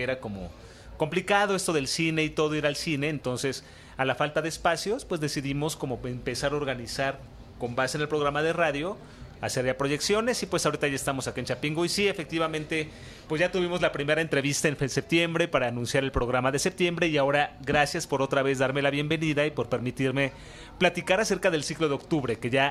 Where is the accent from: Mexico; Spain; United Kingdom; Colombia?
Mexico